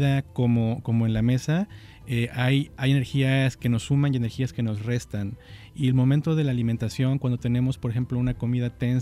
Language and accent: Spanish; Veracruz, Mexico; Somos un estado muy afortunado. Un país en general, pero Veracruz tiene lo suyo.